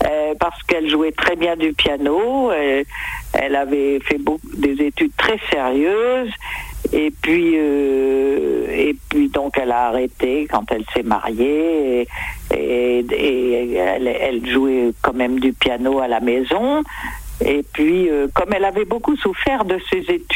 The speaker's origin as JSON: {"language": "French", "town": "Nice", "region": "Provence-Alpes-Côte d'Azur", "country": "France", "tie": "born there", "also_born_or_lived": "Pont-Sainte-Maxence", "moved": "as an adult", "said": "de 8 à 23 ans, j'ai été à Nice."}